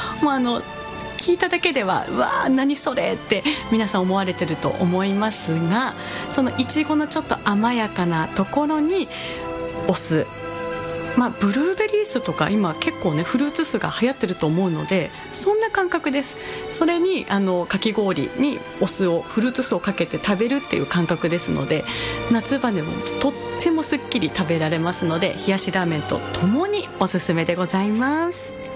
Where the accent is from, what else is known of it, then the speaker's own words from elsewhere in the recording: Yamanobe, Yamagata, Japan; born there; 私の本当に生まれたところ山野辺町